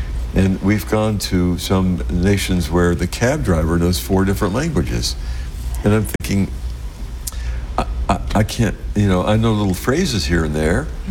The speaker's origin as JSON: {"language": "English", "town": "Endicott", "region": "New York", "country": "United States", "said": "from Endicott."}